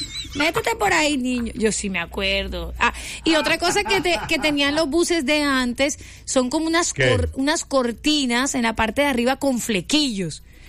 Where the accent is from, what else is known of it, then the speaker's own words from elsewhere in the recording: Caribbean Region, Colombia; Yo soy costeñita de Coli.